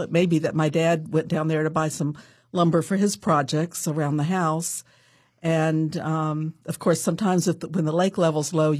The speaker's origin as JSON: {"language": "English", "region": "North Carolina", "country": "United States", "tie": "born or raised there", "said": "I grew up on Mount Carmel Church Road in Orange County as the crow flies, very close to where I live now, just across Edwards Mountain."}